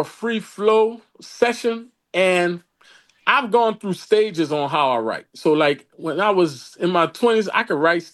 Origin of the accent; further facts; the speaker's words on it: New Orleans, Louisiana, United States; growing up in New Orleans